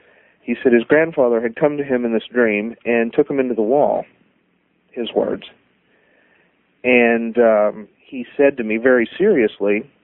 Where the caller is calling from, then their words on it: Charleston, West Virginia, United States; I'm calling from Charleston, West Virginia.